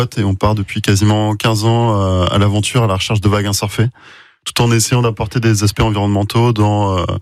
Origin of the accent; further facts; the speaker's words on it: Brittany, France; on est breton pure souche, tous les trois.